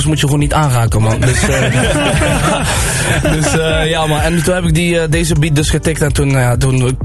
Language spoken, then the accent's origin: Dutch; Morocco; now in Netherlands; Ja, man, ik ben volbloed Marokkaan.